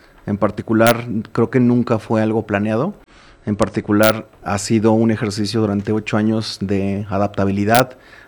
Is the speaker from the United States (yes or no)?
no; Guerrero, Mexico; also born or lived in Mexico City; Crecí en la costa y también crecí algunos momentos en la Ciudad de México.